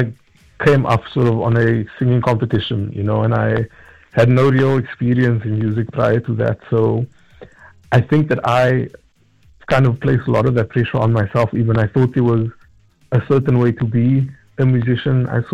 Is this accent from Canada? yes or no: no; South Africa